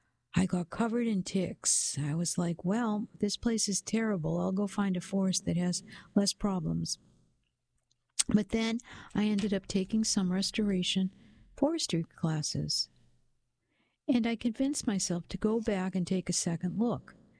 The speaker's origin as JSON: {"language": "English", "town": "Saxtons River", "region": "Vermont", "country": "United States", "tie": "born or raised there", "said": "I grew up in Saxton's River, Vermont, a teeny tiny little town of 300 people in the Connecticut River Valley. It's very rural"}